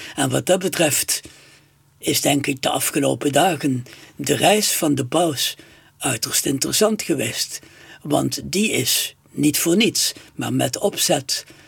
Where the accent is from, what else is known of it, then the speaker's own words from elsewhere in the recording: Netherlands; now in 's-Hertogenbosch, Netherlands; wij zijn Nederlanders.